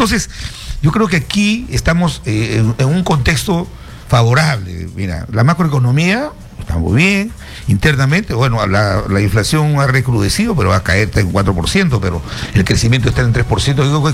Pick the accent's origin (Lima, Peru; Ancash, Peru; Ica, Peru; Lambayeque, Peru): Lambayeque, Peru; Chiclayo; Yo soy de Lambayeque, de Chiclayo